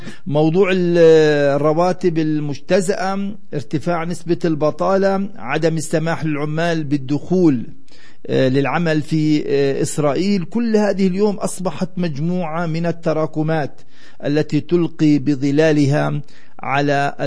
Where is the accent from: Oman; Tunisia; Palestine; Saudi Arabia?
Palestine; West Bank; عندنا في الضفة الغربية